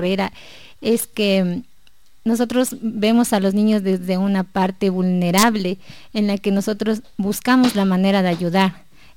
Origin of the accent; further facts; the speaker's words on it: Quito, Pichincha, Ecuador; born there; yo soy de Quito, nací en Quito, mis papás son de Quilajaló